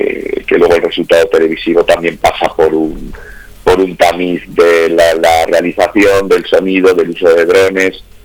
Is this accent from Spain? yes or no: yes; Palencia, Castile and León, Spain; yo nací en León, aunque me crié en Palencia